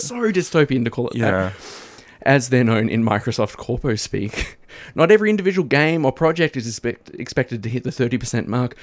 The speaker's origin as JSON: {"language": "English", "region": "Tasmania", "country": "Australia", "tie": "born or raised there", "said": "I grew up in Tasmania. I've been on the Spirit of Tasmania a lot of times, you know, getting up to the mainland."}